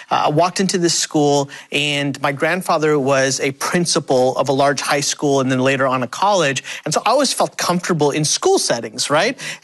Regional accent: India; So I'm Indian. My grandparents are missionaries in India.

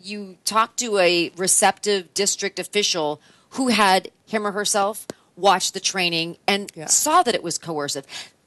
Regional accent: Los Angeles, California, United States; When we travel abroad, we tell people we're from Los Angeles instead of saying, oh, yeah, you have Hollywood.

